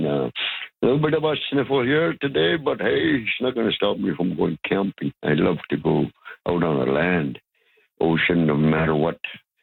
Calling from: Ulukhaktok, Northwest Territories, Canada; I'm from Ulukakto.

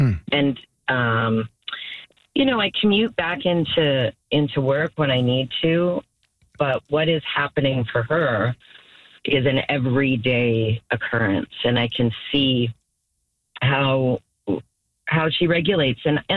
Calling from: Wakefield, Quebec, Canada; Wakefield has my heart. So, you know, it's that's where I live.

